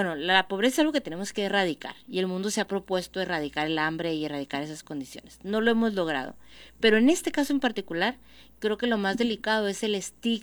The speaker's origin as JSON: {"language": "Spanish", "country": "Mexico", "said": "algo que nos duele tanto, que nos debiera doler tanto como mexicanos"}